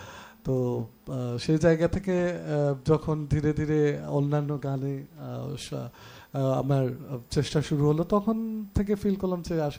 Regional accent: Sylhet Division, Bangladesh; আমি যেহেতু আমার দেশের বাড়ির সিলেট, জন্মগতভাবেই কিন্তু ফোকটা আমার মধ্যে

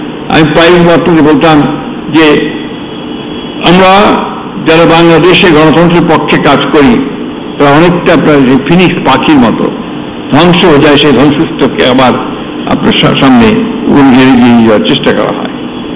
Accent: Bangladesh

